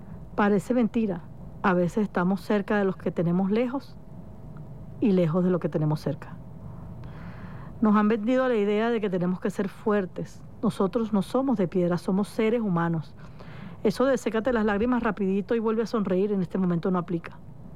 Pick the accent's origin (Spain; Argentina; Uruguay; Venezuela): Venezuela